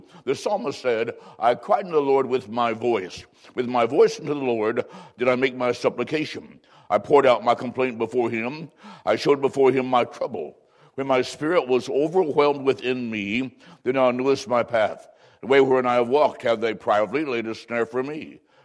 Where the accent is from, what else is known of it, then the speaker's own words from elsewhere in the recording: Macomb, Illinois, United States; I was growing up in Macomb, Illinois. I was in grade s